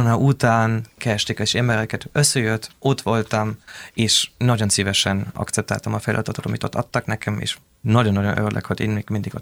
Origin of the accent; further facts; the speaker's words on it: Nagymaros, Pest, Hungary; also born or lived in Germany; Én egy kis időt felnőttem Magyarországon, Nagymáros környéken, az én családom, aztán amikor Németországban végeztem az iskolát, mentem Bécsbe és tanultam hungarológiát